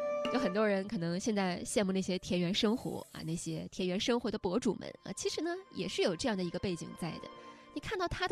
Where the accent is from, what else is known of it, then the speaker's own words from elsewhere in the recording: China; 身为一个中国人